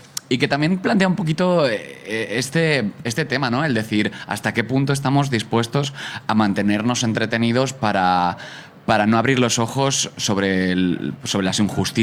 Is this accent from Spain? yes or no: yes; Valencian Community, Spain; yo soy valenciano.